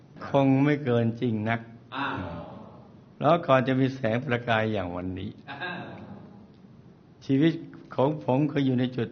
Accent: Hat Yai, Songkhla, Thailand; ก็ผมเป็นลูกคนจีนโดยกำเนิดบ้านเดิมอยู่หาดใหญ่จบการศึกษาจังหวัดอะไรหาดใหญ่คณะบริหารธุรกิจการตลาด

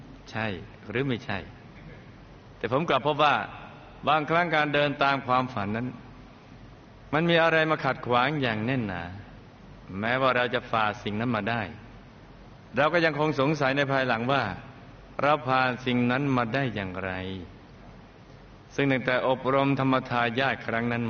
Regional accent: Chonburi, Thailand; also born or lived in Bangkok; หลังจากยอมพ่อยอมแม่กำเนิดกับผมที่กรุงเทพได้ไม่นานครอบครัวเราก็ย้ายไปอยู่ที่จังหวัดชลบุรีกระผมมีทั้งพี่และน้องอีก10คน

